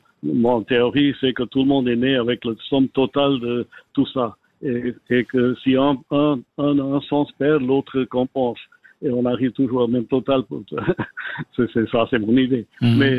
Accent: Geneva, Switzerland; Moi, j'ai grandi dans Genève, je connais la ville comme n'importe quoi.

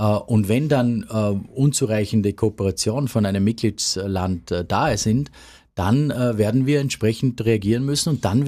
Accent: Vorarlberg, Austria; ich bin an der Schengen-Außengrenze eigentlich aufgewachsen, an der Grenze zur Schweiz, und habe mitbekommen, wie mühsam das sowohl für die Schweizer im Raum St. Gallen war, aber auch für uns Österreicher

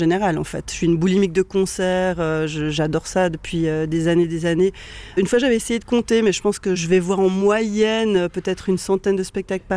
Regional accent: Échandens, Vaud, Switzerland; Alors moi j'ai grandi à Échandon, puis j'ai fait mes écoles à Morges, d'Ange, donc je suis vraiment dans le coin là.

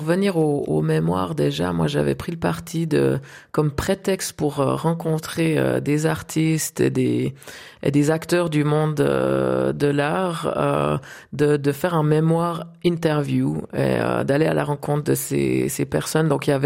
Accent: Switzerland; Avec ce lien qu'on entretient avec la montagne en tant que Suisse.

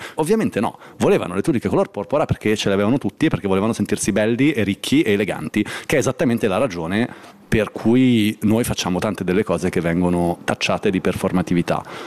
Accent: Milan, Lombardy, Italy; born or raised there

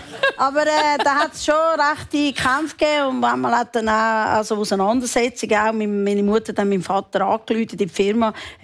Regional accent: Meilen, Zurich, Switzerland; Wir sind nicht direkt am See ja, aufgewachsen. Also ja, ich meine, ja, ich bin Meilen.

